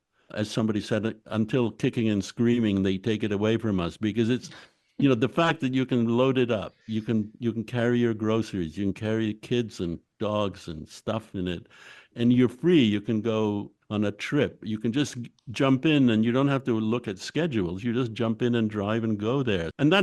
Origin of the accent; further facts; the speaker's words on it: Canada; I grew up in Canada, which is of course very cold, which creates all sorts of special problems for cars.